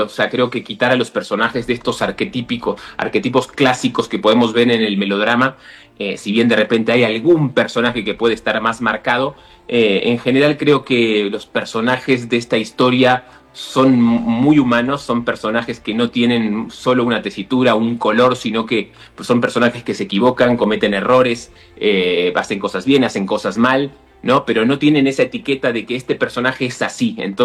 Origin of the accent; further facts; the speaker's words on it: Argentina; moved away as an adult; digo llegamos porque vine con un amigo que es de mi ciudad natal también, que él, bueno, él estuvo 5 años nada más. Pero sí, el golpe de realidad comparado con Argentina era abismal.